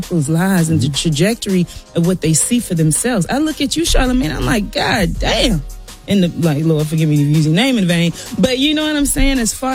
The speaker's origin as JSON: {"language": "English", "region": "South Carolina", "country": "United States", "said": "she looked in the playbill and saw that I was from South Carolina"}